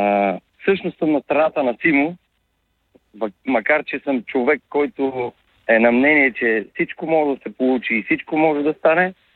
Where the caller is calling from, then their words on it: Blagoevgrad, Blagoevgrad Province, Bulgaria; Здравейте … от Благоевград.